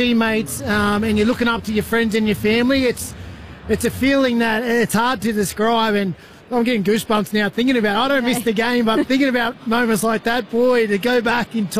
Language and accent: English; Australia; And then as an Australian